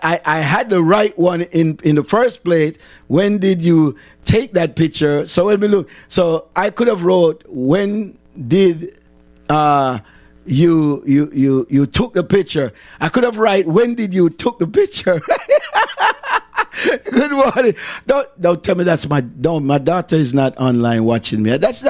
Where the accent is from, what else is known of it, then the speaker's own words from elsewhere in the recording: Jamaica; I'm a Jamaican, I'm a Caribbean